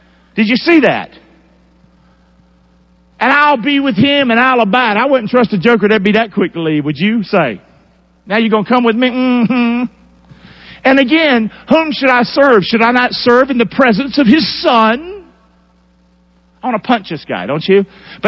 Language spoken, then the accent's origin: English; United States; I am an American.